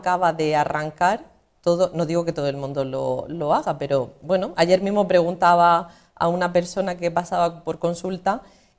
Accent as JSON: {"language": "Spanish", "town": "El Ejido", "region": "Andalusia", "country": "Spain", "said": "yo vengo de una pedanía del Ejido, de La Noria"}